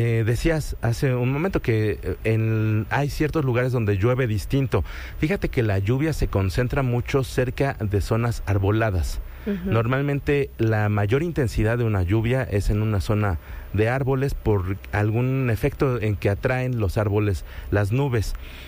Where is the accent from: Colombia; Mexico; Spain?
Mexico; nos identificamos como mexicanos